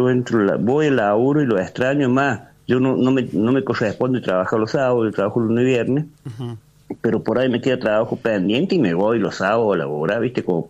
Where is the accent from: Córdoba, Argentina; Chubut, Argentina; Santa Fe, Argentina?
Córdoba, Argentina